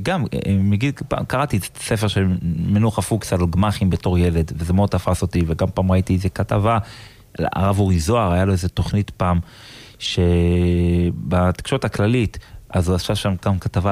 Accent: Gush Katif, Gaza Strip, Palestine; now in Israel; פשוט אני גדלתי שם אני לא בגוש קטיף כאילו הייתי אז ילד וחיינו את התקופה הזאת של גוש קטיף

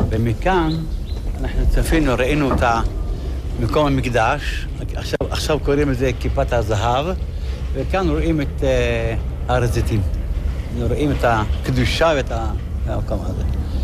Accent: Jerusalem, Jerusalem District, Israel; born or raised there

